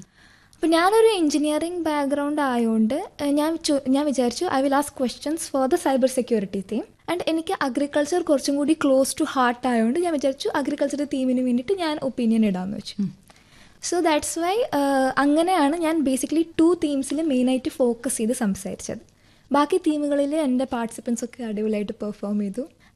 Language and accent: Malayalam; Kerala, India; moved away; also born or lived in North India; ഞാൻ ഇങ്ങനെ നോർത്തിലായിരുന്നു, അതുകൊണ്ട് എനിക്ക് ഈ ലാംഗ്വേജ് കുറച്ചും കൂടി ഫ്ലുവൻസി ഉണ്ട്. അപ്പോൾ പറഞ്ഞു നിന്നെ കണ്ടാൽ തോന്നില്ലല്ലോ, ഞാൻ പറഞ്ഞു ഞാൻ മലയാളിയാണ്, കണ്ടാൽ തോന്നിട്ടുണ്ട് എനിക്ക് ഹിന്ദി അറിയാം.